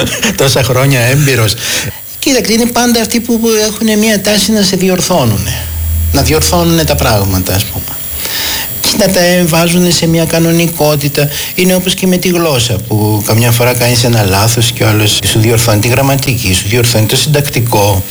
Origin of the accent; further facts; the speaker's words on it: Cairo, Cairo Governorate, Egypt; Στο Κάιρο, επειδή ξέρεις, η ήχη είναι μια κατάσταση του δρόμου